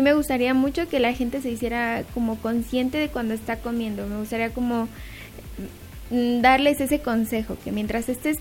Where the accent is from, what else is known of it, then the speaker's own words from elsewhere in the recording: Mexico; la alimentación que ya de por sí traemos como mexicanos